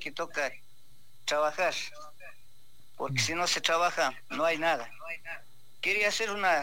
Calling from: Cotopaxi, Ecuador; soy de Yactaurco

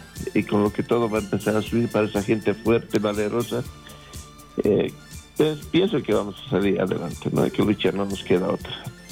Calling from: Oruro, Bolivia; Acá de la ciudad de Oruro.

